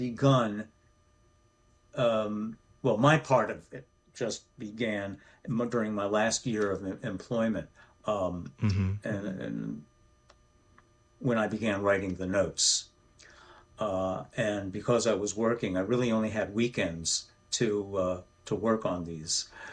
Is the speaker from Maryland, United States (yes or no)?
yes; Maryland, United States; also born or lived in New Orleans; DC, where we are both from originally, Maryland, really, suburban Maryland.